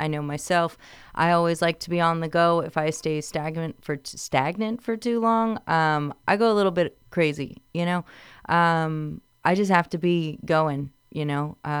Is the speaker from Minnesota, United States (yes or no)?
no; San Antonio, Texas, United States; moved away as an adult; now in Boise, United States; I'm from San Antonio originally. It's been 1 week. No, it's been 10 years since I've been here in Boise, Idaho.